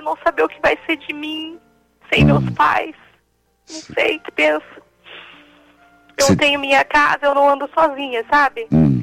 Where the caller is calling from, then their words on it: Campinas, São Paulo, Brazil; Eu falo de Campinas